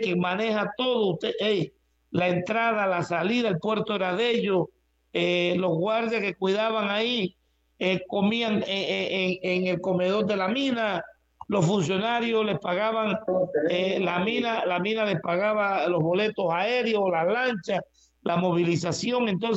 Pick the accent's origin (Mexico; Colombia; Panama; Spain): Panama; soy pueblo panameño.